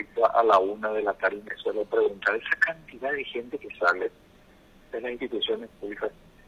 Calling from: Formosa, Argentina; yo soy de Formosa, suelo venir cada tanto a Paraguay

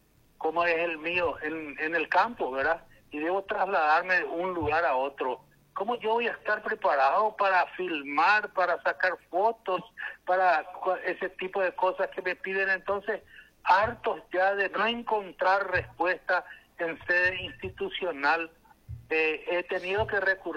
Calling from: Altos, Cordillera, Paraguay

